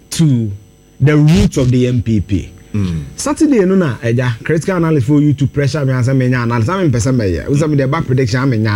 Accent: Eastern Region, Ghana; I grew up in the Eastern Region, born and bred, and I'm come from the Eastern Region.

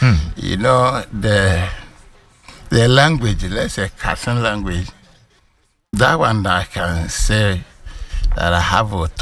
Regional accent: Mampong, Ashanti, Ghana; also born or lived in Agona Swedru, Central Region; I grew up in Asante region, Asante Mampong.

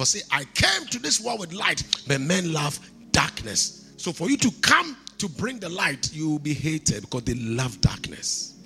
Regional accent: Kumasi, Ashanti, Ghana; I come from Kumasi.

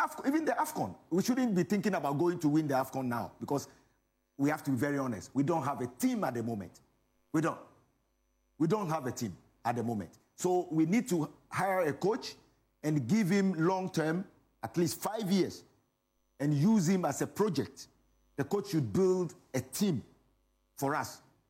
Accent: Ghana; now in Uganda; I'm a Ghanaian, and I would love to hear that call ringing.

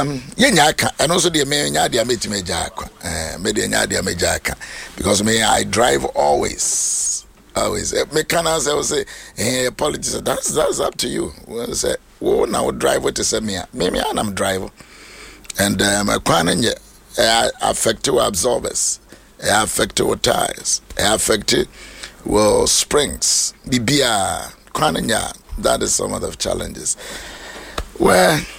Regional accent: Canada; You know, Kase, I'm from Canada.

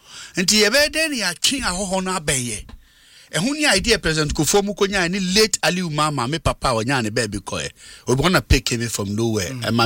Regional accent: Ghana; because we are Ghanaian.

